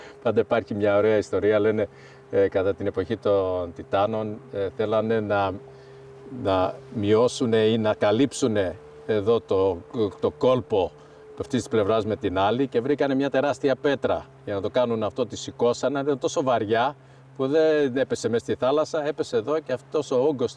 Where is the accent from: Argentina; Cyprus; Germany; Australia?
Australia; now in Greece; Εγώ γεννήθηκα, μεγάλωσα στην Αυστραλία.